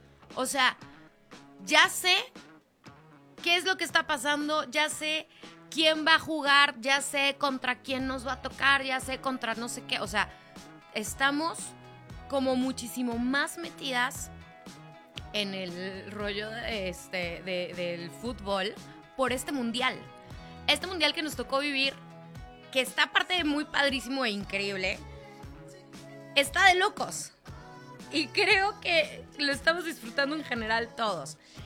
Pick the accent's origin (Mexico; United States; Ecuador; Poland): Mexico